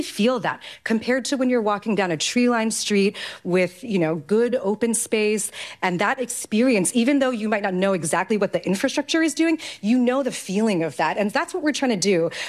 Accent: New York City, New York, United States; No, I was just kind of curious as a New Yorker.

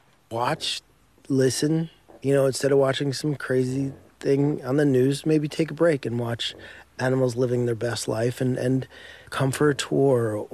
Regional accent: New Jersey, United States; moved away; I'm from Jersey.

